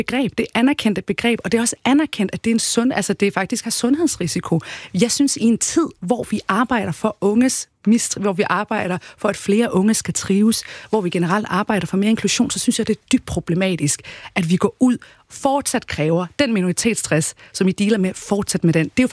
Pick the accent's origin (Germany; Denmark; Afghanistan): Denmark; Skive, Central Denmark Region; jeg er dansk iraker med rødder i Jylland. Altså, det er jo der, jeg er født og opvokset